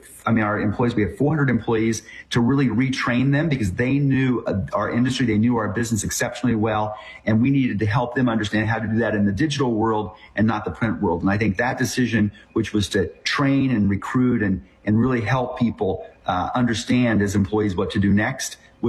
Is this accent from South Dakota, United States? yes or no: no; Indiana, United States; I grew up in southern Indiana in a very rural town, 100 people.